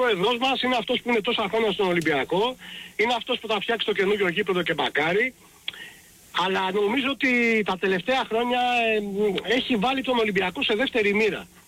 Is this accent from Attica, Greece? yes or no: yes; Piraeus, Attica, Greece; Εγώ είμαι Ολυμπιακός και είμαι Πειραιώτης